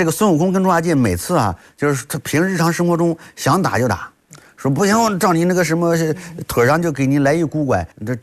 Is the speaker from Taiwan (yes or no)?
no; China; 很多人我们中国人最擅长的就是把这个称呼私人化